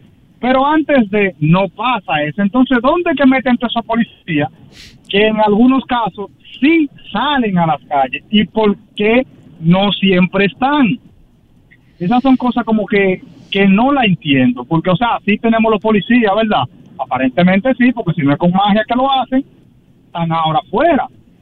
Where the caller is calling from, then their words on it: Santo Domingo, Dominican Republic; yo vivo en Santo Domingo